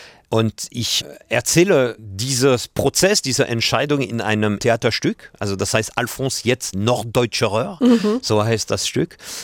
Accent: France; German is a second language; moved away as an adult; now in Hamburg, Germany; Brauchte ich auch nicht als Franzose.

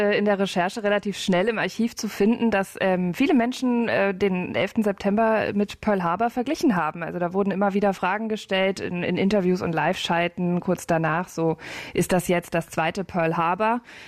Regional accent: Berlin, Germany; Ich bin ja in Berlin aufgewachsen, ich war 7, ich war in einer Turnhalle in Treptow

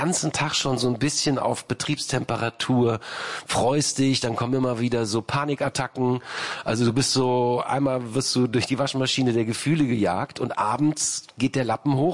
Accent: Düsseldorf, North Rhine-Westphalia, Germany; moved away as an adult; now in Berlin, Germany; Ich bin Düsseldorfer, ja. Ich bin Wahlberliner, seit 90, also okay.

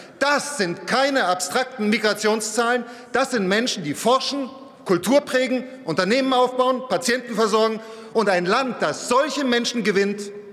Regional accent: Dresden, Saxony, Germany; ich komme aus Dresden

